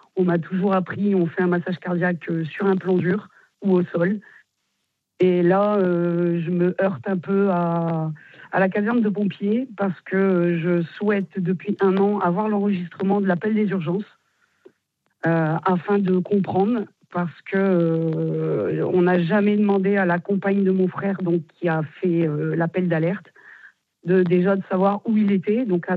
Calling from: Hauts-de-France, France; Du Nord, près d'Hazebrouck

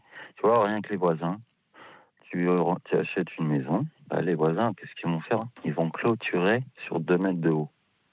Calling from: Lille, Hauts-de-France, France; Je viens de Lille.

